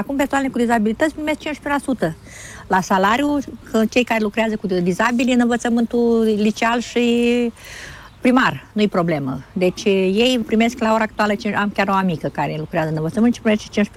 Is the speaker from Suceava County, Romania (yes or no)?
yes; Suceava, Suceava County, Romania; m-am născut în 66, venit într-un universul ăsta, într-un zi sfânt în noaptea de înviere. Sunt din Suceava, sunt mamă și bunică.